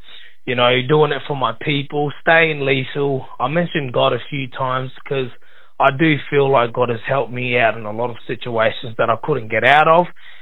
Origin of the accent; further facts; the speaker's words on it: Darwin, Northern Territory, Australia; I'm born and raised in Darwin, NT. My mom's based out in Litchfield, which is a Maranangu clan. I'm 23 years old